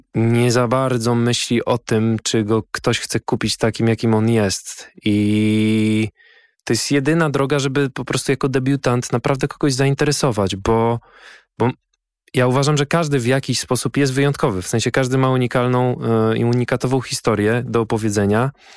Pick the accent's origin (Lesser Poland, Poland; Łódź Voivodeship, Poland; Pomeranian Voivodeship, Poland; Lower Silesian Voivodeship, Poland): Łódź Voivodeship, Poland; Skierniewice; born there